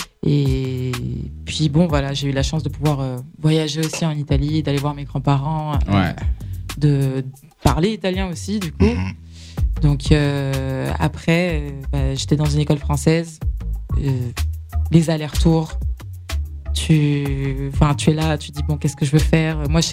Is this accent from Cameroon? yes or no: yes; Yaoundé, Centre, Cameroon; moved away as an adult; now in Pantin, France; Donc, faut savoir que j'ai grandi au Cameroun. Donc, j'ai grandi à Yaoundé. Je suis arrivée ici, j'avais 18 ans.